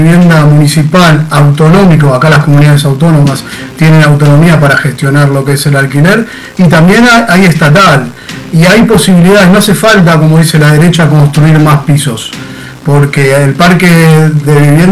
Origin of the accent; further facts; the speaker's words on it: Argentina; now in Spain; Yo soy de origen argentino, vivo hace 20 años aquí en España